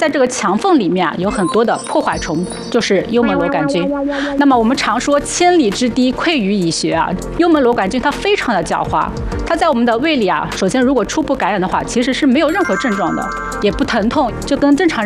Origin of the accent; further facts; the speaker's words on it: China; 我们中国人